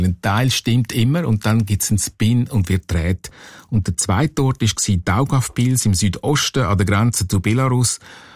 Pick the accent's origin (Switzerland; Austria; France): Switzerland; Genau, als Schweizer fragt man sich natürlich, wo ist eigentlich das Problem?